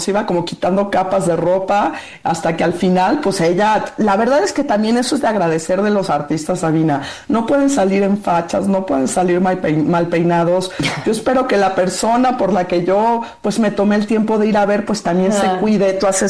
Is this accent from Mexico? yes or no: yes; Mexico City, Mexico; soy chilanga y he vivido en esta ciudad, no solamente en este país, toda mi vida